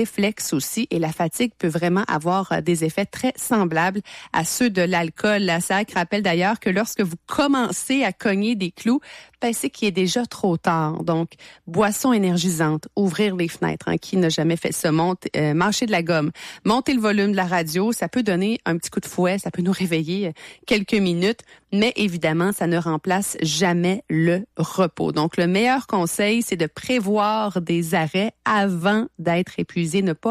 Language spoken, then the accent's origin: French; Quebec, Canada; chez nous en Abitibi-Témiscamingue où les distances sont longues.